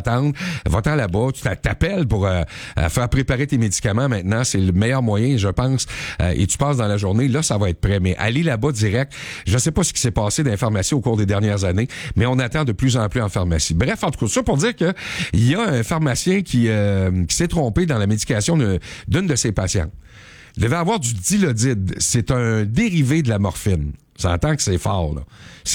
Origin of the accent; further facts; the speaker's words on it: Quebec, Canada; la personne qui s'occupe des pilules chez nous au Québec, c'est les pharmaciens.